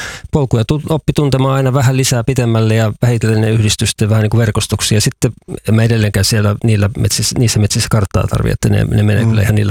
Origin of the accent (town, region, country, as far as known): Vantaa, Uusimaa, Finland; now in Kainuu, Finland